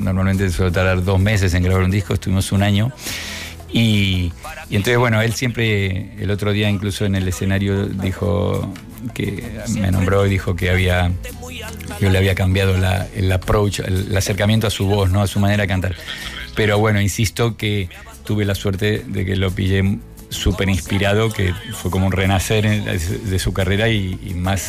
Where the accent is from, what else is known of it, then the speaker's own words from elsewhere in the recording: Region of Murcia, Spain; yo decía, pero si soy de Murcia. ¿Dónde está?